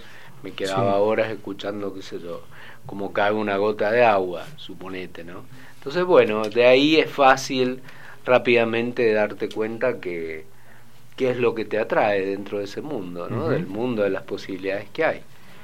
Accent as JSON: {"language": "Spanish", "region": "Mendoza", "country": "Argentina", "tie": "born or raised there", "said": "yo soy de aquí, de Mendoza, un ciudadano, sería lacerino."}